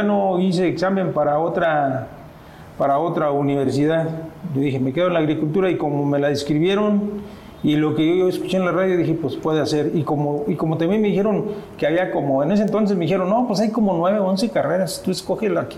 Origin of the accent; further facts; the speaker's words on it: Miquihuana, Tamaulipas, Mexico; moved away; Yo soy originario del municipio de Miquihuana, estado de Tamaulipas.